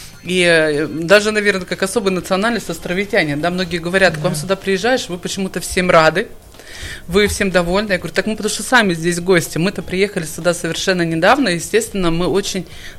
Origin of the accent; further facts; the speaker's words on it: Sakhalin Oblast, Russia